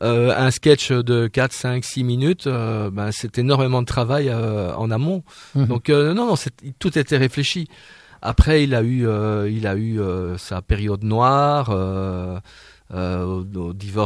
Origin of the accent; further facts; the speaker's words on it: Belgium; Non seulement je suis belge, mais en plus j'ai été militaire.